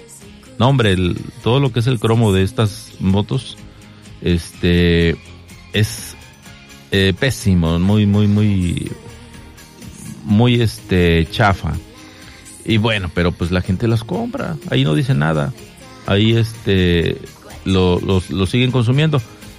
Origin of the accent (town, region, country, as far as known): Mexico